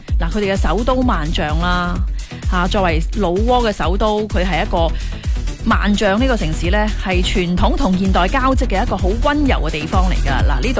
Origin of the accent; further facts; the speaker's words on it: Shaoguan, Guangdong, China; 韶关乡下我乡下